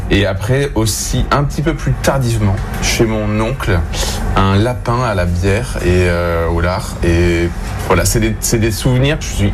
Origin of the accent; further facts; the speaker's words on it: Provence-Alpes-Côte d'Azur, France; Alors oui, j'en ai deux, parce que donc moi je suis originaire de Provence, on est au pied du Mont Ventoux